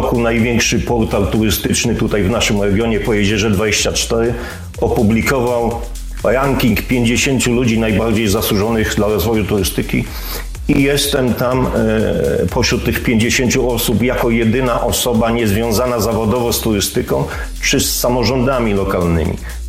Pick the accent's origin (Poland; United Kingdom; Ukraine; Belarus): Poland; Mogilno, Kuyavian-Pomeranian Voivodeship; born there; now in Inowrocław, Poland; Urodziłem się w Mogilnie, czyli niedaleko, Żabi Skok, ale od 1988 roku przeprowadziłem się do Inowrocławia, tutaj się ożeniłem, tutaj zamieszkałem, stworzyłem rodzinę.